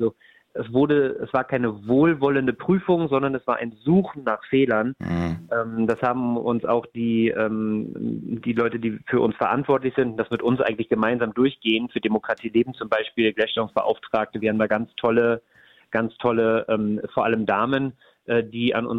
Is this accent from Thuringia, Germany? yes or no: no; Neustrelitz, Mecklenburg-Vorpommern, Germany; also born or lived in Berlin / Madrid; gebürtig in Neustrelitz, habe dann nach dem Abitur in Berlin und in Madrid studiert, habe dort jetzt viel zu lange gearbeitet und bin jetzt gerade dabei, mit meinem Partner wieder zurück in meine Heimat zu ziehen, nach Mecklenburg-Vorpommern